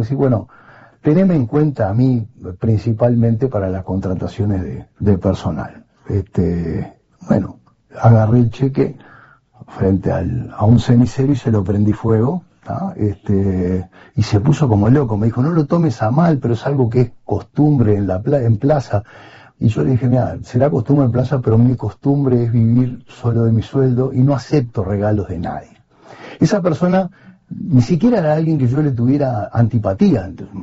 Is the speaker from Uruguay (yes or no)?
yes; Uruguay; me ofende a mí como uruguayo